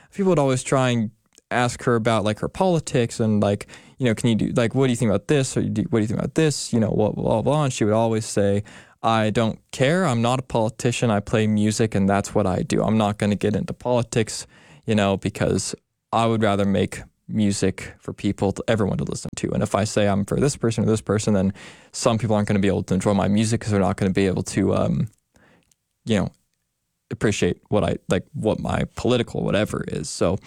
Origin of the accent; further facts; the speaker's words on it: Oregon, United States; And I'm from Oregon